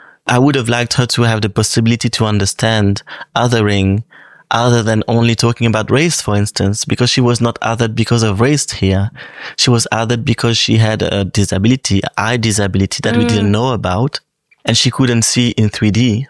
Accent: Romandy, Switzerland; I am from the French part of Switzerland

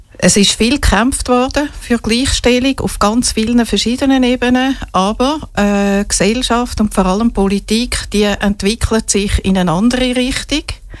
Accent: Winterthur, Zurich, Switzerland; born there; Also ich bin Irin, ich bin 62, wohne fast schon mein ganzes Leben lang hier zu Winterthur.

